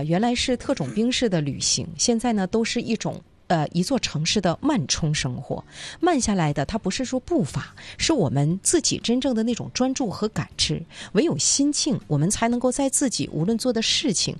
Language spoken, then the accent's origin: Chinese; Changchun, Jilin, China; 我现在是在高新区，刚才还说了，我说我是一汽子弟，我从小在一汽长大。前两天回到一汽啊